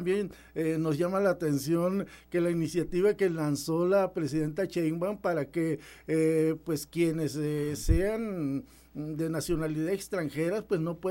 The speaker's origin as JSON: {"language": "Spanish", "country": "Mexico", "said": "nos aterra como mexicanos"}